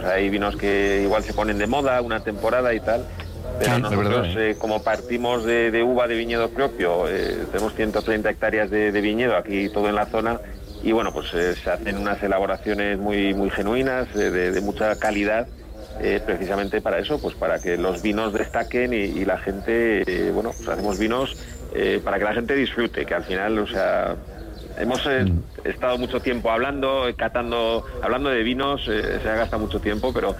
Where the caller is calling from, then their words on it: Pedrosa de Duero, Castile and León, Spain; Estamos en Pedrosa de Duero, un pequeño pueblecito aquí en la provincia de Burgos, como bien dices, limítrofe ya casi con la provincia de Valladolid. Para que la gente se haga una idea, pues entre Peñafiel y Aranda de Duero, más o menos, al lado de Roa